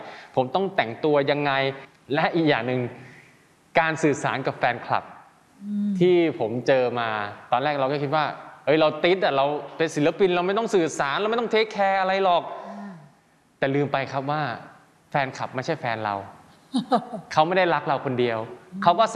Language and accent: Thai; Isan, Thailand; เราเป็นคนอีสานเราก็พูดอีสานไปเลย